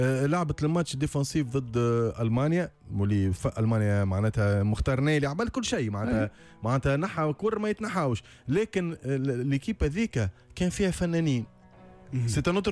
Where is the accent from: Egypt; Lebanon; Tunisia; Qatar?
Tunisia; انا كتونسي